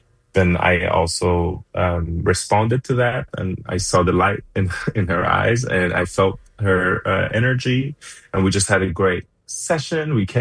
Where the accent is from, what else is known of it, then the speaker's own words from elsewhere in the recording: Iran; English is a second language; Actually, Shahida, I was born and raised in Iran, and we received technology kind of 10 years later than you guys came up with it.